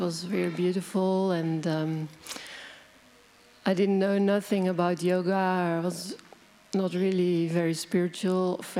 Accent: Netherlands; English is a second language; from the Netherlands

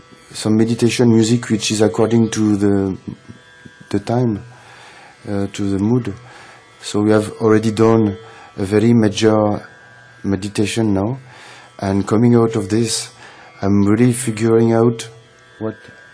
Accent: northern France, France; English is a second language; also born or lived in Belgium; I am from France and Belgium, actually, just from north of France.

